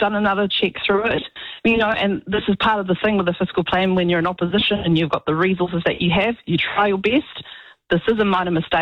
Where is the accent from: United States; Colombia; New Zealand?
New Zealand; Porirua, Wellington; You know, it's a bit different because I'm from Porirua